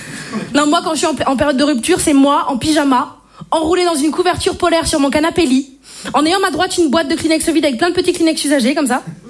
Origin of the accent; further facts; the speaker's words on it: Brittany, France; Bonsoir, je me présente … je suis bretonne et je ne bois pas d'alcool.